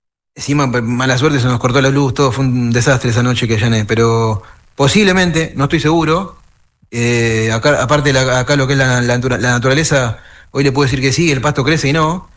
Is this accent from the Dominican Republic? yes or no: no; Buenos Aires, Argentina; moved away as an adult; now in Corrientes, Argentina; Acá en Corrientes, yo soy un chico de Buenos Aires, de toda mi vida en porteño, como ustedes quieran decirle, de Capital Federal